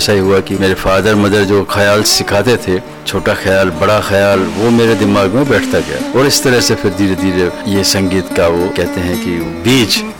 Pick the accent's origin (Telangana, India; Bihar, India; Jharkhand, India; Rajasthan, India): Rajasthan, India; Jaipur; मैं जयपुर का निवासी हूँ और जयपुर में हमारे 300 साल से संगीत की, शास्त्रीय संगीत की परंपरा चलती आ रही है।